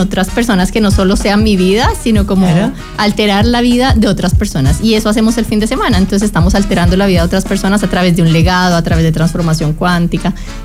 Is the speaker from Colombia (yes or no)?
yes; Colombia; now in Chile; yo soy colombiana y hace 17 años en Colombia